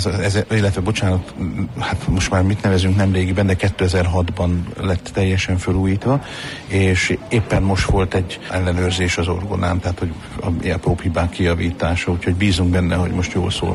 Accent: Šamorín, Trnava Region, Slovakia; moved away as an adult; also born or lived in Vojka nad Dunajom (Vajka), Slovakia; now in Mosonmagyaróvár, Hungary; Én felvidéki vagyok, én Somorjáról, illetve hát igazából Vajkáról származom, tehát itt nem is olyan messze a Duna túloldaláról, tehát én itt Dunaparton is maradtam ilyen értelemben papként is, és később, amikor, tehát onnét származom, de 4 éves korunkban költöztünk Somorjára

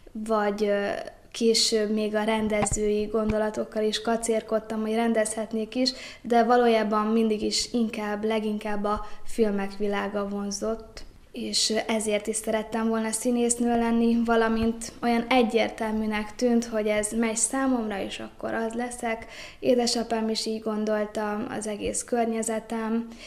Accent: Debrecen, Hajdú-Bihar, Hungary; moved away as an adult; A gyermekkorom kiinduló pontja Debrecenben kezdődött, debreceni lány vagyok. Ott egy katolikus iskolában jártam, a Svetícsben, ami megacélozta az én hitemet

